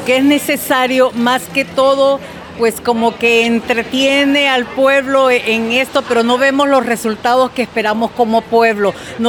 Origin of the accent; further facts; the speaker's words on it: Honduras; lo que nosotros queremos como pueblo hondureño son resultados.